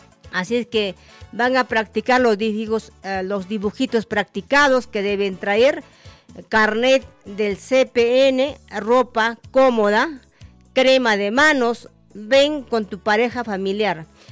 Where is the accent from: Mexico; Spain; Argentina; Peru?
Peru; Los peruanos no reflexionamos